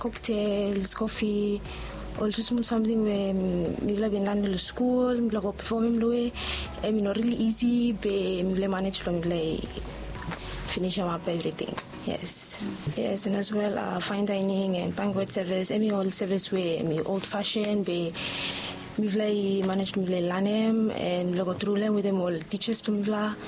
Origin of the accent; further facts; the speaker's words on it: Ambae, Penama, Vanuatu; I'm from Ambai, We got 21 years old.